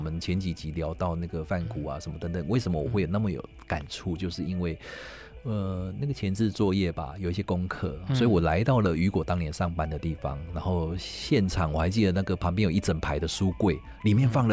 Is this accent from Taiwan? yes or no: yes; Kaohsiung, Taiwan; 也是我们高雄人